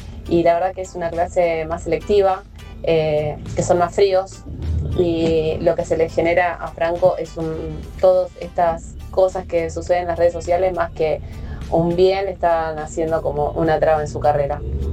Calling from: Buenos Aires, Argentina

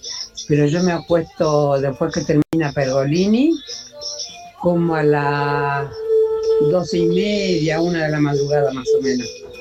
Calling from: Quilmes, Buenos Aires Province, Argentina; Soy de Quilmes yo.

